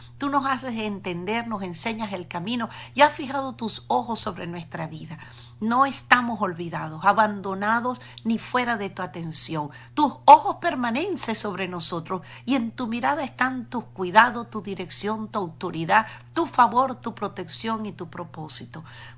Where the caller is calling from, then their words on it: Texas, United States; la antorcha encendida del estado de Texas, orando a través de la red Radio Vida.